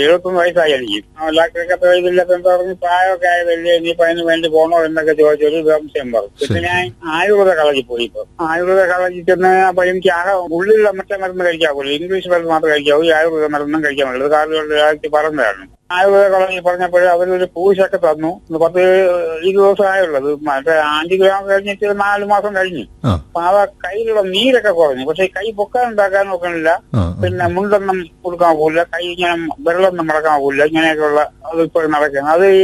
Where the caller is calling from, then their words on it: Karnataka, India; ഞാൻ കർണാടകയിൽനിന്നാണ്